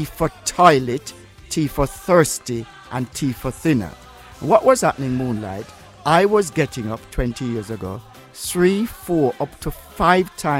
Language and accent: English; Saint Thomas, Jamaica; moved away; also born or lived in Carshalton, Surrey, United Kingdom; my mum and dad, who were here from Jamaica, sent me back to the land of their birth. And I grew up in a little district called Whitehall in the parish of St. Thomas with my grandmother